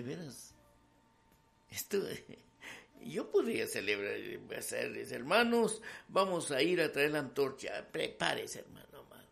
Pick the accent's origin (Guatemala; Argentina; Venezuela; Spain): Guatemala; Yo soy guatemalteco.